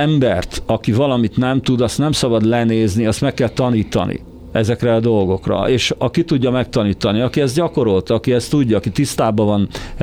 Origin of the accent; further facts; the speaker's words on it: Hungary; born there; magyarnak születtem, Magyarországra születtem. Én hazajöttem ide.